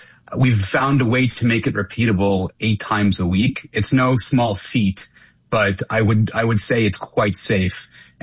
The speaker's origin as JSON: {"language": "English", "town": "Toronto", "region": "Ontario", "country": "Canada", "tie": "born or raised there", "said": "we were very lucky growing up in Toronto and studying at Vlad's Dance Company in Richmond Hill."}